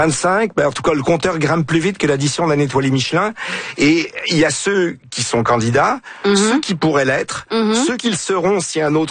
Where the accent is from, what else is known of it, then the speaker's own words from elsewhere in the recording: Quebec, Canada; j'essaie de regarder un petit peu, de comparer un peu ce qui se passe chez nous au Québec et au Canada et ce qui se passe un peu en France.